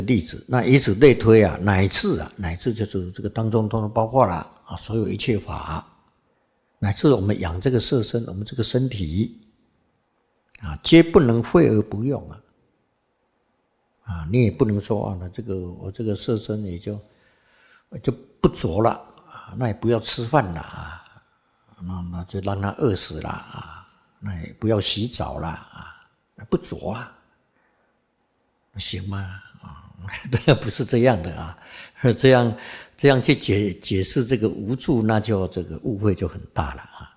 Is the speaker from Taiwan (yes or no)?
yes; Xizhi, northern Taiwan, Taiwan; born there; 因为我是在北部出生的嘛。啊，我在戏子出生的嘛